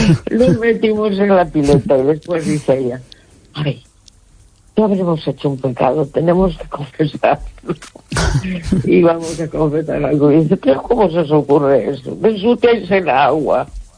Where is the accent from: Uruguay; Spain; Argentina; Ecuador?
Spain; A Coruña, Galicia